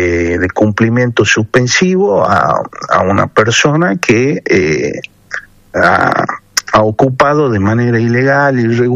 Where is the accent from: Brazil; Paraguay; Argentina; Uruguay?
Argentina; Yerba Buena, Tucumán; yo soy nacido y criado en Yerba Buena, allí tengo mi domicilio, por lo tanto mi distrito electoral es la ciudad Jardín